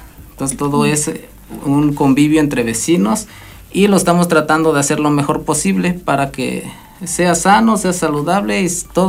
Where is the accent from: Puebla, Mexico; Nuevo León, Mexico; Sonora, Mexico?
Puebla, Mexico; El Carrizal; Nosotros que somos de ahí hacemos de cuenta que todos conocen, ¿no?